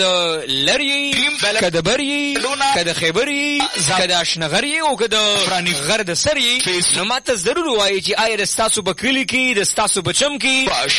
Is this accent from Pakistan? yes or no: yes; Peshawar, Khyber Pakhtunkhwa, Pakistan; صرف څنګه زه خپل د پیښور یم او دې وخت کې په پیښور خار کې یم